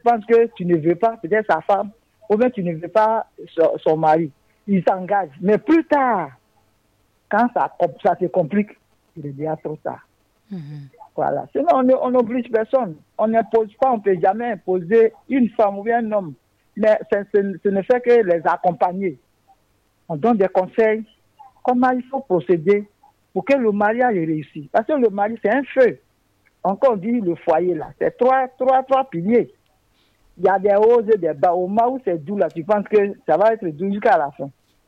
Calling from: Gagnoa, Gôh-Djiboua, Côte d’Ivoire; je suis à Gagnoua.

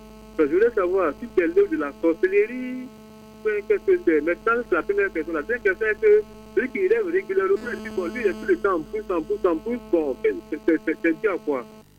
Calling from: Abidjan, Côte d’Ivoire; Je vous appelle de Yopougon.

